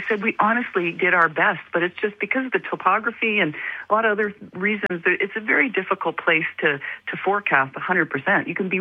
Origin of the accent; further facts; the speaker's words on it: Calgary, Alberta, Canada; I've spent my whole career as a broadcast journalist in Calgary, in my hometown, born and raised, telling the stories of Calgarians